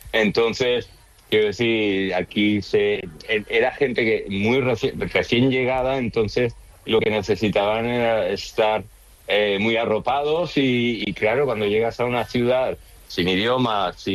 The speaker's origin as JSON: {"language": "Spanish", "region": "Valencian Community", "country": "Spain"}